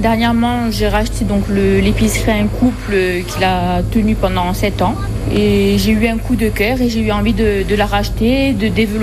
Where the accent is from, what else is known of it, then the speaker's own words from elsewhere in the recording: Pietracorbara, Corsica, France; moved away as an adult; now in Canari, France; À la base, je suis de Pitra Corba. Je travaille sur Bastia dans un hôtel-restaurant. Ça fait 2 ans que je suis sur Cahanary. Je me suis installée ici avec mon compagnon depuis 2 ans.